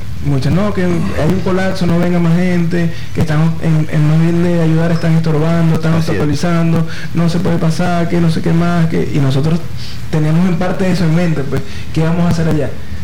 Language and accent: Spanish; Venezuela